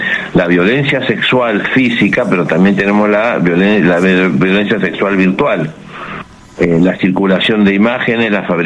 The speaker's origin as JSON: {"language": "Spanish", "region": "Bogotá", "country": "Colombia", "said": "Mira, yo vengo de Bogotá. Bogotá es una sociedad atravesada por la violencia estructural, son décadas de violencia."}